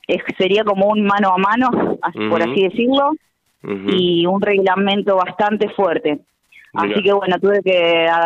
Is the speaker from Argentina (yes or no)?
yes; Argentina; somos los únicos argentinos en todo el evento, y representando Ramallo.